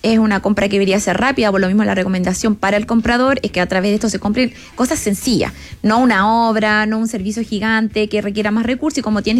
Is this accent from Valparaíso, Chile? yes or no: yes; Valparaíso, Chile; yo soy de Valparaíso